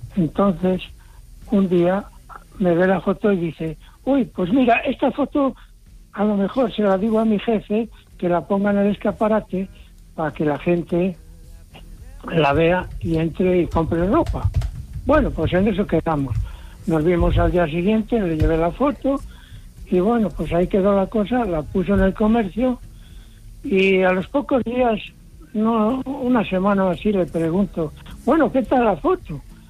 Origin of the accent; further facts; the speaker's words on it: Zamora, Castile and León, Spain; now in Valladolid, Spain; Pues mira, soy de Zamora, ¿sabes?